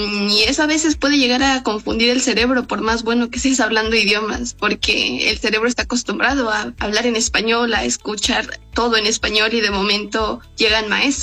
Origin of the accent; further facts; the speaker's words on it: Pachuca, Hidalgo, Mexico; moved away as an adult; now in Münster, Germany; Es una ciudad muy bonita que de vez en cuando me da vibras de Pachuca, de mi bella, muy bella, bella Erosa